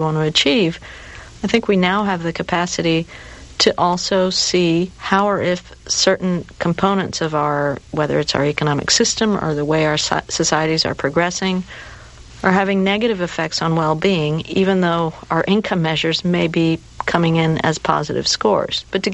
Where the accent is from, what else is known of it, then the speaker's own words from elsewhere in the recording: Peru; I'm from Peru